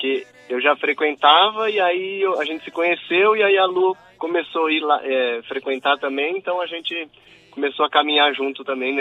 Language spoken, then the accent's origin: Portuguese; São Paulo, Brazil; Nós somos da capital, São Paulo. E eu fui nascido e criado na capital.